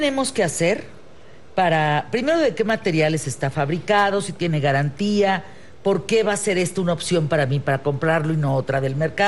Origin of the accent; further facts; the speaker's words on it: Parral, Chihuahua, Mexico; Soy de Parral, Chihuahua